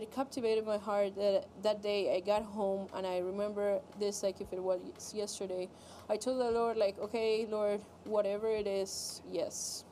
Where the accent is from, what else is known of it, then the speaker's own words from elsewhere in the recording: Colombia; moved away as an adult; I am from Colombia. I was born and raised there. I left my country when I was 22, so that's a pretty long time. I am as Colombian as a person can be.